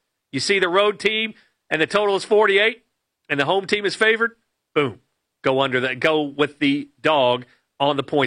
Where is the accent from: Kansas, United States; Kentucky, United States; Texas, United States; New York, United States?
Kentucky, United States; Lexington; I am from Lexington, Kentucky, and I am a little biased because I grew up in a college basketball haven.